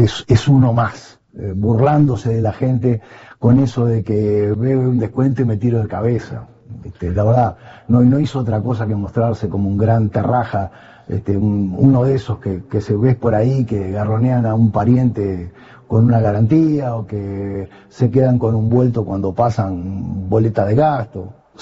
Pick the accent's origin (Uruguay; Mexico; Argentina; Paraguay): Uruguay; me ofende a mí como uruguayo